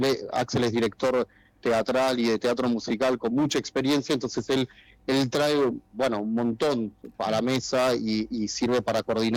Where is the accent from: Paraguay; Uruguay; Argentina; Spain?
Argentina; somos argentinos